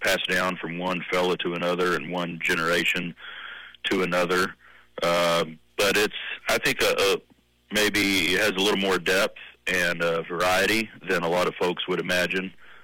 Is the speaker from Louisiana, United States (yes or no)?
no; Lubbock, Texas, United States; I always joke with people when they find out I'm from Lubbock, Texas, and they ask about Lubbock, I tell them, we invented rock and roll out here.